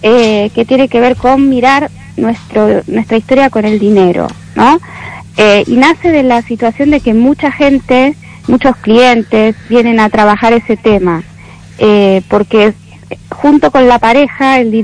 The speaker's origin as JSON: {"language": "Spanish", "country": "Argentina", "moved": "as an adult", "lives_now": "Galicia, Spain", "said": "yo soy argentina, de madre gallega, ¿no? O sea, hace 4 años que estoy aquí"}